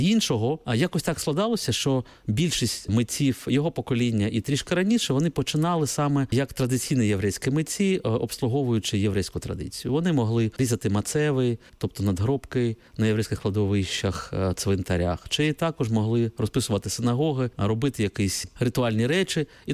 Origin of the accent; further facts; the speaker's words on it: Kharkiv, Kharkiv Oblast, Ukraine; Оскільки я сам з Харкова, то я я можу це в паралелі відслідкувати.